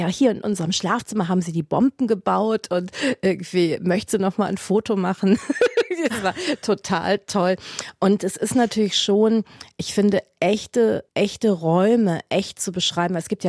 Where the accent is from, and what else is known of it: Germany